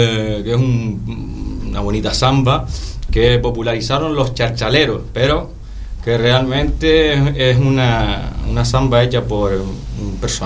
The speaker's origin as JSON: {"language": "Spanish", "town": "Las Palmas", "region": "Canary Islands", "country": "Spain", "tie": "born or raised there", "said": "De Las Palmas, vivo en Las Palmas, resido en Las Palmas."}